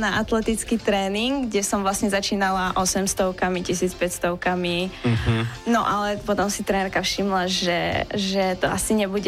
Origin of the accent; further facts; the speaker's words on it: Hronec, Banská Bystrica Region, Slovakia; sme z Hronca